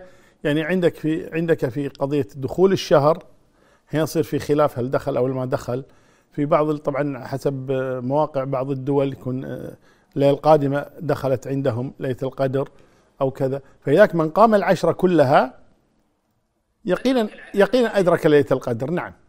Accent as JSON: {"language": "Arabic", "country": "Kuwait", "said": "عندنا في الكويت"}